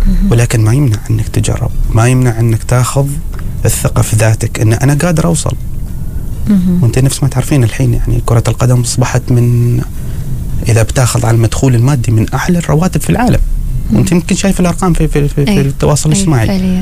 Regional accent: Oman; نحن كشعب عماني

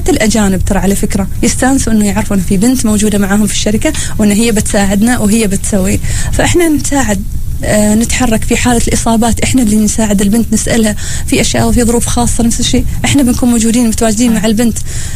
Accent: Oman; accent: Omani; انا اتكلم باللهجة العمانية

